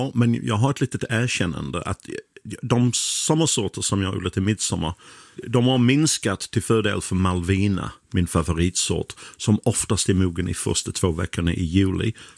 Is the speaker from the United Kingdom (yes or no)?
yes; England, United Kingdom; Swedish is a second language; now in Sweden; Och jag hade nog lite svårt för det i början, för att jag tänkte när jag var fortfarande engelsman. Nu är jag skåning i alla fall. Jag tror att jag blir svensk också.